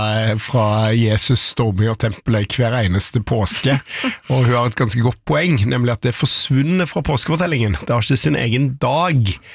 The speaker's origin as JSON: {"language": "Norwegian", "town": "Stavanger", "region": "Rogaland", "country": "Norway", "said": "Jeg kom jo inn på Stortinget som en småbarnsfar, som en stavangermann, som en islending, som alle mulige ting."}